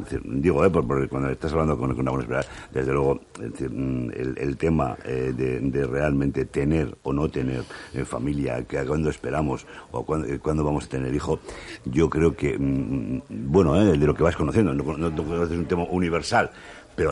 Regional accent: Basque Country, Spain; como ciudadano vasco yo estoy realmente avergonzado del espectáculo que estamos dando.

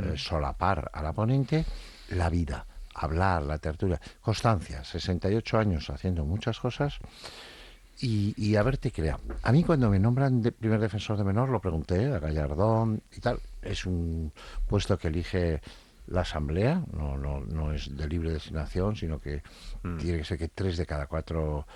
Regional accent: Madrid, Community of Madrid, Spain; also born or lived in Estella; por unos padres que me llevaron a nacer a Estella, pero yo he vivido toda la vida en Madrid, en Chamberí.

